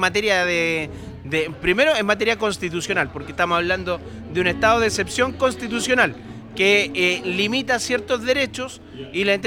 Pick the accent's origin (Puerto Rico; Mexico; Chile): Chile; Quilleco, Biobío; yo me siento, no voy a decir tucapelino, ¿cierto? Porque todos saben que yo soy, porque todos saben que yo soy de Quilleco